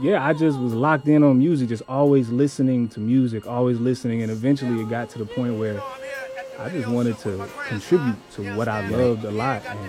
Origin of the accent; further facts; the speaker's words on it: Little Rock, Arkansas, United States; I'm from Southwest, man. Born and raised Southwest Little Rock, man.